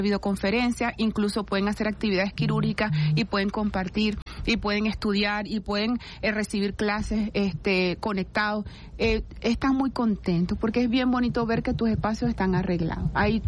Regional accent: Venezuela; nosotros mismos como disciplina, como venezolanos

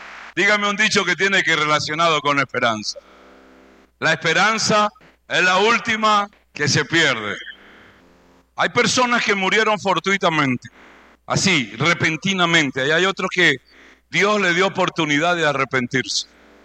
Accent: Venezuela

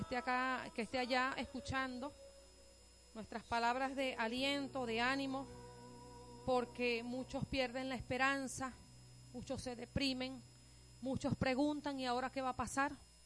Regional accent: Venezuela

